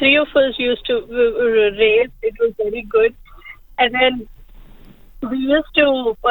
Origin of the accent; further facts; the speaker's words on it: Hyderabad, Telangana, India; moved away; I was born and brought up in India, so I'm basically from Hyderabad.